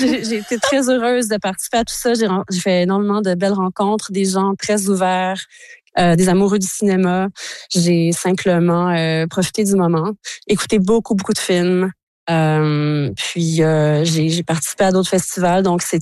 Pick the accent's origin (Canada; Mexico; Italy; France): Canada; Quebec; Je pense qu'on est épaulé beaucoup en grandissant en Abitibi.